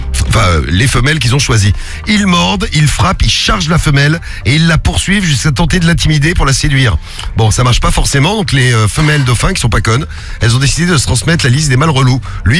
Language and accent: French; France; Je suis français, j'ai le droit de me plaindre. Les Français, on est quand même le peuple qui se plaint le plus au monde.